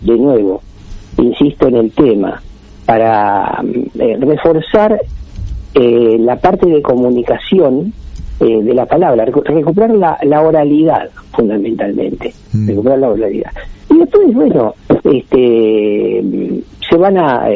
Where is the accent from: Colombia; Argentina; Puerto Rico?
Argentina